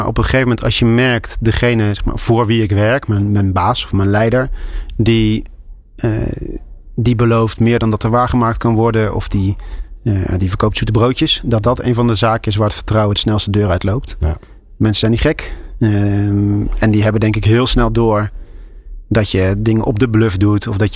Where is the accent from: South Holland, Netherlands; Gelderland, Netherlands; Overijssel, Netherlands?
Gelderland, Netherlands; moved away; ik ben in de Achterhoek opgegroeid. Het is voor mij nog steeds een linkje met de regio.